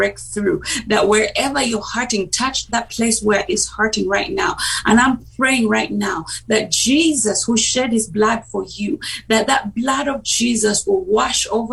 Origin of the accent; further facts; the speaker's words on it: Uganda; moved away as an adult; also born or lived in England; now in United States; Well, I went to law school back in my home country in Uganda. And when I got married, I moved to England, and eventually, as you pointed out, I moved to the US and moved to Alabama.